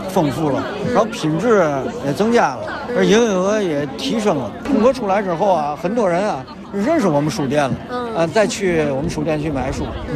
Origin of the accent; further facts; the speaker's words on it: Tianjin, China; 展示一下咱们天津人的风采